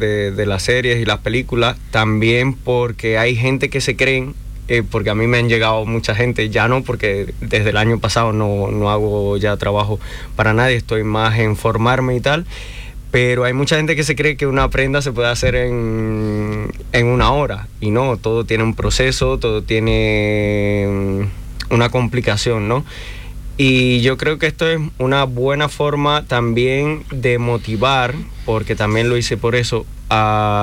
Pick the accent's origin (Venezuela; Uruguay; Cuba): Cuba; soy un diseñador cubano